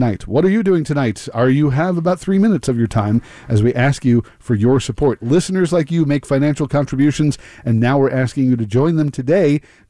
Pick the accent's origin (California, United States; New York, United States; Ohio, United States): New York, United States; Sleepy Hollow; I know that my hometown is blowing up with Halloween town time.